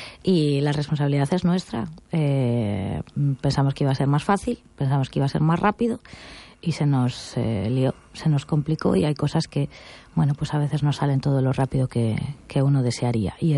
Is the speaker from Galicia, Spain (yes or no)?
yes; A Coruña, Galicia, Spain; no solo somos los de Coruña, volvemos otra vez a la Gran Coruña, somos más de 400.000